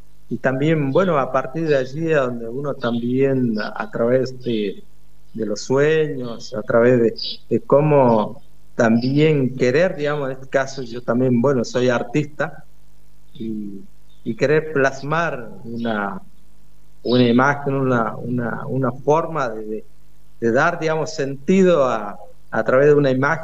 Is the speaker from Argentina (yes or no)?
yes; Tartagal, Salta, Argentina; Le hablaba en el idioma Simba guaraní nuestro, de esta zona, ya que, bueno, en Tartagal existen más de 7 pueblos originarios